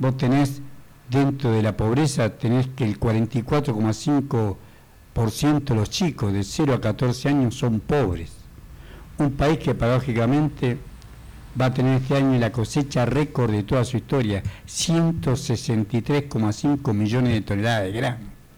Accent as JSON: {"language": "Spanish", "region": "Tucumán", "country": "Argentina", "tie": "born there", "said": "soy tucumano de nacimiento"}